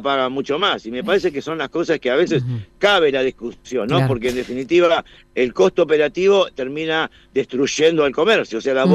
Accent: Morón, Buenos Aires Province, Argentina; yo soy de Morón, estoy en el conurbano

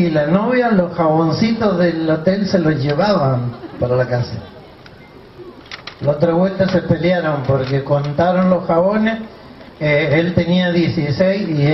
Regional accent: Maipú, Mendoza, Argentina; born there; now in Luján de Cuyo, Argentina; Maipú y Luján están unidos por una calle. Yo nací de este lado, vivo de aquel. Nací en Maipú, ahora vivo en Luján, al lado. En un pueblito que está al lado del río Mendoza que se llama Barrancas. Es chiquito Barrancas.

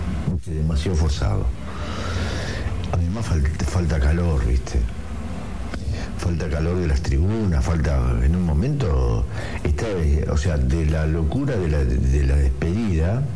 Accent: Argentina; mirá cómo somos los argentinos, ¿no?

